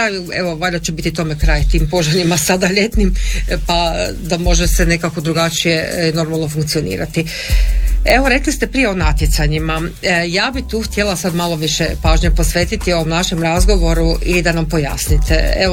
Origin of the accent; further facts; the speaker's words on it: Hrvatsko Zagorje, Croatia; kod nas u Zagorju